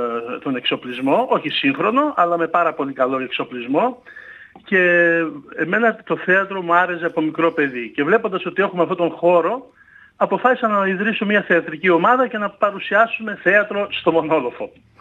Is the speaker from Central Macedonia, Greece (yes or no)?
yes; Monolofos, Central Macedonia, Greece; born there